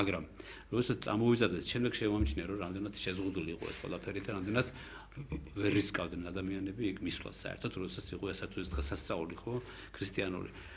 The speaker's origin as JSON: {"language": "Georgian", "region": "Tbilisi", "country": "Georgia", "tie": "born or raised there", "said": "მე დავიბადე, გავიზარდე მეიდანში, მეიდნელი ვარ მე და უბრალოდ იმ ძველ თბილისში, სადაც იმ 100 მეტრის რადიუსში, სადაც მე ცხოვრობდი"}